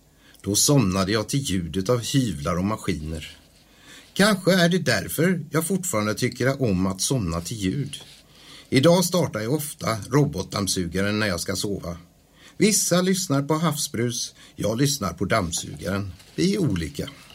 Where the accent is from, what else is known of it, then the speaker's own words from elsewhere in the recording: Daxås, Halland County, Sweden; also born or lived in Hisingen; Som ni hör så kom jag inte från Falköping. Jag föddes på Hisingen men växte upp i Daxås i Varbergs kommun.